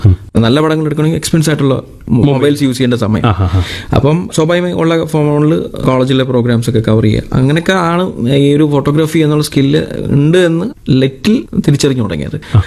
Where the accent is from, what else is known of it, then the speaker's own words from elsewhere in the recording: Kollam, Kerala, India; എന്റെ നാട് കൊല്ലമാണ്. കൊല്ലത്ത് കരിക്കോട് എന്ന് പറയും. ടികെ എഞ്ചിനീയറിംഗ് കോളേജിന്റെ അടുത്തായിട്ട് തന്നെയാണ് വീട്. ഞാൻ പഠിച്ചത് സ്കൂൾ കാലഘട്ടം നാട്ടിൽ തന്നെയാണ്.